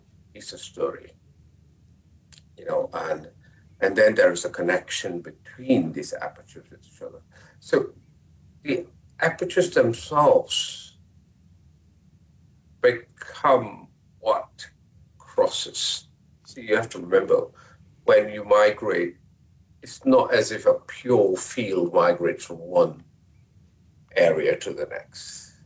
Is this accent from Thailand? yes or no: no; Malaysia; I'm a Malaysian.